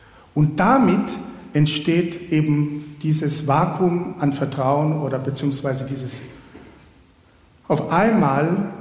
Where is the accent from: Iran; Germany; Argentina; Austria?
Argentina; now in Switzerland; In Argentinien, von wo ich herkomme, ist das leider nicht so.